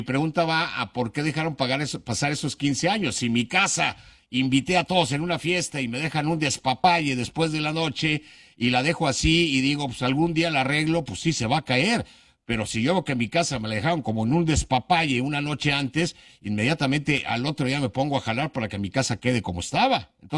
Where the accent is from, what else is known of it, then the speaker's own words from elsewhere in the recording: Mexico City, Mexico; yo soy de la Ciudad de México